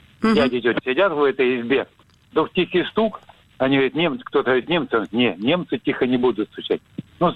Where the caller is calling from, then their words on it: Rostov-on-Don, Rostov Oblast, Russia; Ростов-на-Дону.